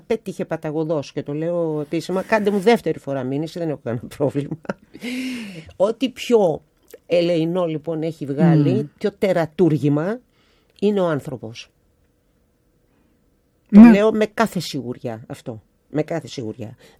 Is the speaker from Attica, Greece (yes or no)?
yes; Elefsina, Attica, Greece; μεγάλωσα στην Ελευσίνα